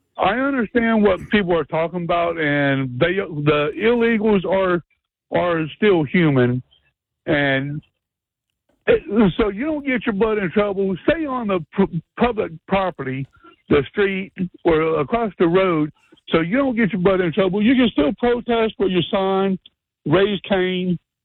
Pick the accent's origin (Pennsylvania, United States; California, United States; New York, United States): Pennsylvania, United States; Pittsburgh; born there; now in Winston-Salem, United States; No, I was born in Pennsylvania, Pittsburgh, Pennsylvania. I got family up in Newark.